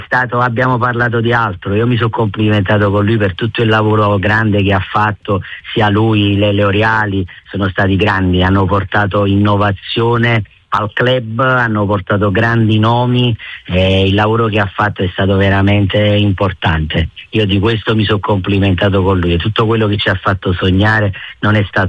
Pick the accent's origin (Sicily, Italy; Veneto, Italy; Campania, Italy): Campania, Italy; Naples